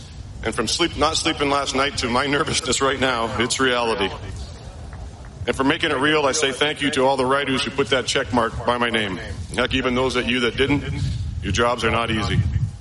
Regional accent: Maple Ridge, British Columbia, Canada; born there; I was born in Maple Ridge, British Columbia. Like many Canadians, it's almost a given that as you age, you're going to play hockey.

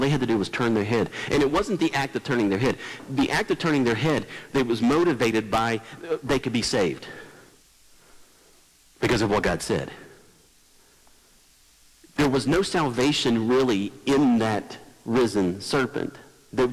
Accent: West Virginia, United States; I'm from West Virginia.

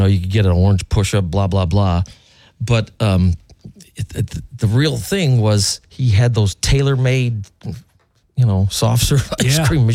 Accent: Fox Lake, United States; in my hometown, you grew up in Fox Lake

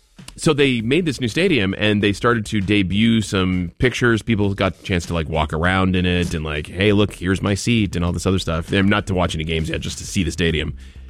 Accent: Bangor, Maine, United States; Obviously Boston is near us, but I grew up in Bangor.

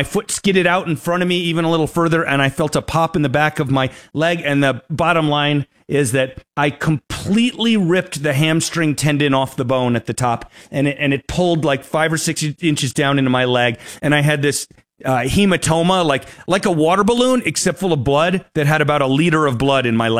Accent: New York, United States; And I'm originally from New York, so I fully get you.

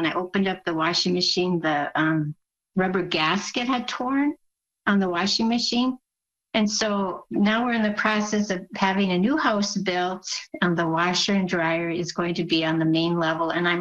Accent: Eveleth, Minnesota, United States; I'm from Eveleth, Minnesota.

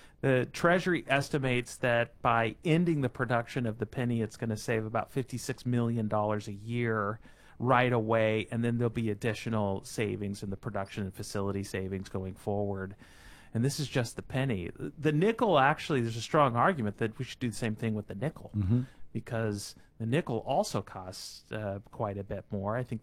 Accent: United States; as an American

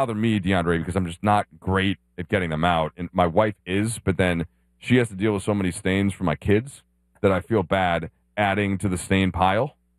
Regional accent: Buffalo, New York, United States; born there; I was born in Buffalo, New York, but I love the buffalo sauce just in general.

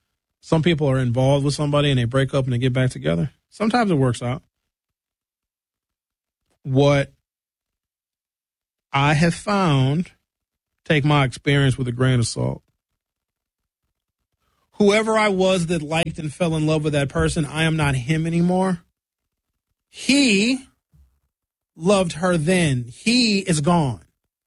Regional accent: Brown Deer, Wisconsin, United States; moved away; I know people I grew up with in Brown Deer

